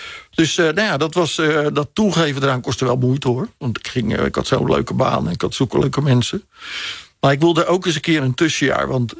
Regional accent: Vlaardingen, South Holland, Netherlands; ben geboren en getogen in Vlaardingen

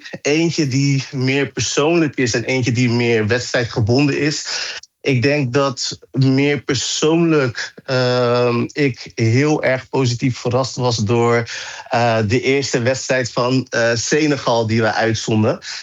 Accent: Netherlands; born or raised there

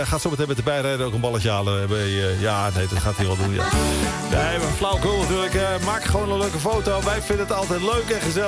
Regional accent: 't Harde, Gelderland, Netherlands; tot zover mijn omgeving, waar ik vandaan kom, het harde.

